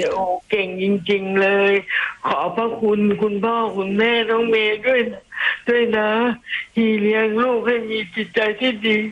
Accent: Nakhon Sawan, Thailand; ้จังหวัดนครสวรรค์อำเภอเมืองตลาดปากน้ำโพค่ะ

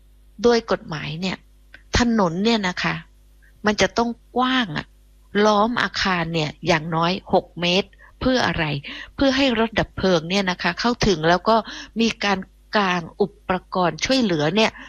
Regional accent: Phuket, Thailand; now in Bangkok, Thailand; ดิฉันนี่จากเกาะดิฉันเป็นคนภูเก็ตเนาะดิฉันเป็นคนเกาะนะมาอยู่กรุงเทพโดนนานแปลว่ามาอยู่กรุงเทพนานก็มาตั้งแต่เรียนหนังสือ

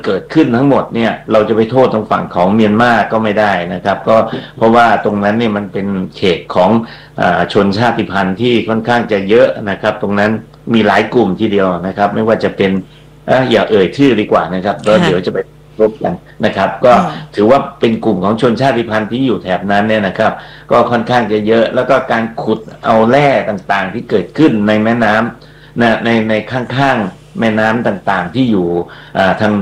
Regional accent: Chiang Rai, Thailand; เพราะว่าผมโตในจังหวัดเชียงรายแล้วได้กินน้ำกินได้กินปลาในแม่น้ำนะครับ

